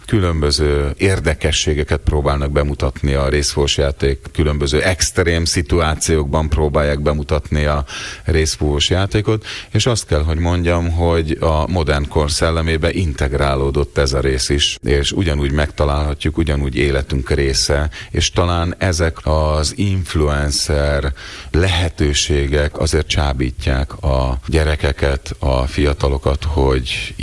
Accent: Budapest, Hungary; born there; Ez azért nem biztos, mert én még Soroksáron születtem

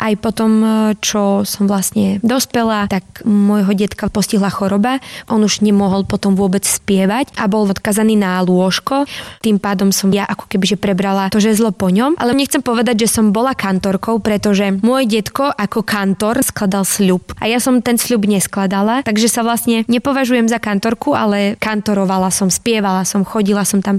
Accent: Šarišské Jastrabie, Prešov Region, Slovakia; môj detko, ktorý 47 rokov kantoroval u nás v Šarišskom Jastrbi v našej cerkvi Uspenej a Presvetej Bohorodici.

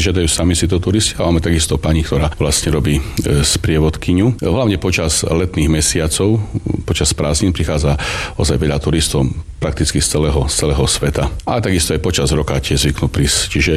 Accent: Zemplínska Teplica, Košice Region, Slovakia; moved away; Vlastne je to mesto, vlastne, ktoré je blízko našej obce, keď ja pochádzam zo Zemlickej Teplice.

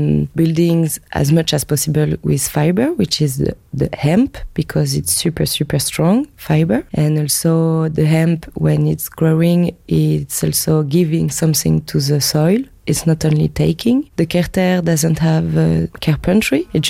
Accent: Brittany, France; English is a second language; I'm coming from the Breton part of France.

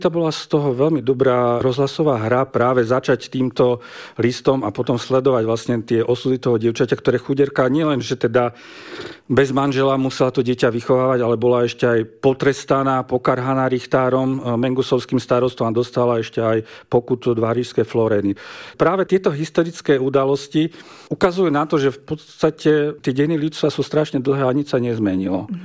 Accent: Spišská Nová Ves, Košice Region, Slovakia; moved away as an adult; also born or lived in Nálepkovo; now in Prešov, Slovakia; Prešov, tak tam už je, no pomaly to bude 30 rokov, ale vždy na víkendy chodím do Spišskej Novej Vsi a keď sa ma niekto opýta, že skade som, tak som do Spišskej Novej Vsi.

